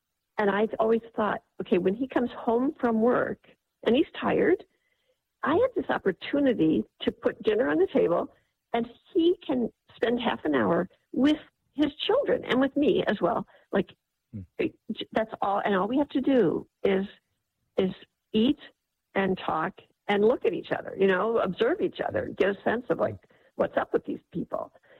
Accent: Midwest, United States; Especially I grew up in the Midwest, you know, that wasn't like a normal thing to do.

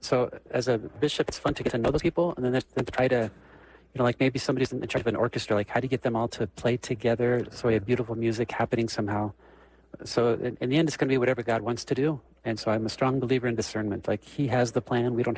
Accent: Nebraska, United States; moved away as an adult; now in Denver, United States; I've been in Denver just over 4 months. I've been in Colorado for 5 years, very different than my home state of Nebraska in many ways.

